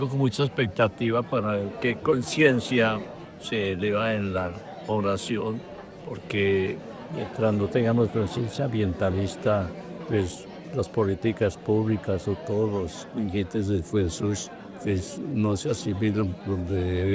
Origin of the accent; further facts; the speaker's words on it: Sevilla, Valle del Cauca, Colombia; yo soy oriundo de Sevilla y pues como tal, pues por la posición geoestratégica de Sevilla, que nosotros tenemos todos los climas, desde el clima paramuno, pues, tenemos dos páramos, Chile y Barragán